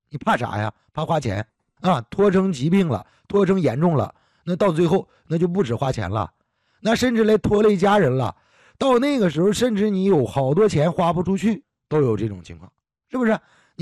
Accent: Heilongjiang, China; 你看，咱是黑龙江人。

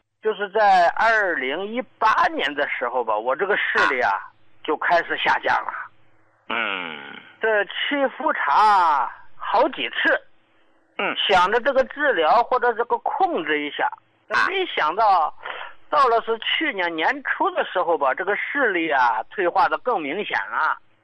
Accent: Northeast China, China; moved away as an adult; now in Xiamen, China; 你看我老家呢是东北的，由于这个工作的原因，后来呢来到了这个厦门定居了。

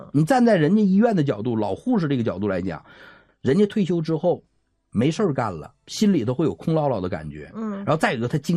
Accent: China; 这就是我们中国人的一种勤劳的一种奉献的精神，是吧？

